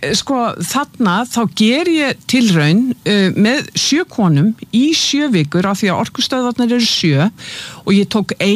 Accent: Keflavík, Southern Peninsula, Iceland; ég fætt og uppalinn í Keflavík í Bíklabænum og það var ofboðslega mikið tónlist

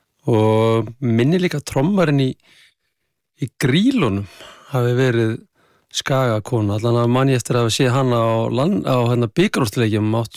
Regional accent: Akranes, Western Region, Iceland; Það var bara geggjað, sko. Það er lítil bær þá, hann er stækka ört núna, hvað hann var örgulega 5.000 manns þegar við vorum upp á okkar besta

